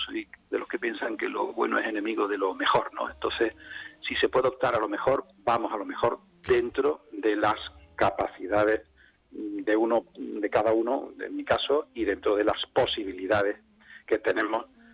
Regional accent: Córdoba, Andalusia, Spain; now in Seville, Spain; Yo soy cordobés, como dice, me decimos en Córdoba, soy cordobés de la cabeza a los pies

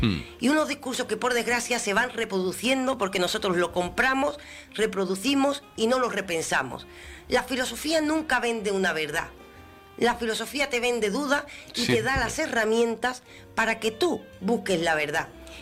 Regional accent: Andalusia, Spain; querernos un poco más a nosotros mismos como andaluces.

